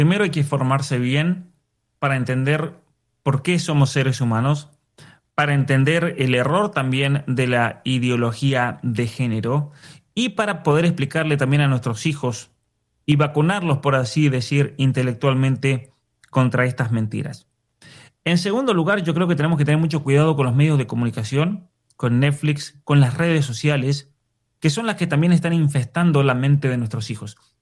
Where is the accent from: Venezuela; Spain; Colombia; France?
Spain; Y esto lo digo con mucho dolor porque yo también soy español, familia de España